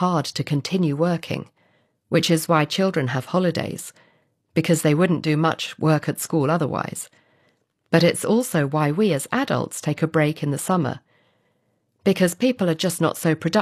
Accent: England, United Kingdom; Growing up in England, we went to the seaside quite a lot, although the sea was pretty cold compared to some parts of the Mediterranean.

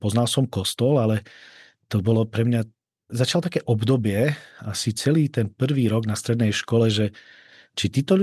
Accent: Prešov Region, Slovakia; now in Czech Republic; já vlastně pochádzam z východného Slovenska, od Prešova, tam som žil 25 rokov

